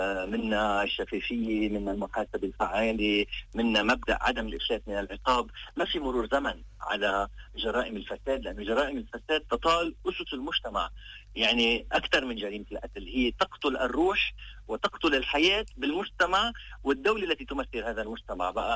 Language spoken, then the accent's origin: Arabic; Lebanon; نحن بلبنان لبنانيه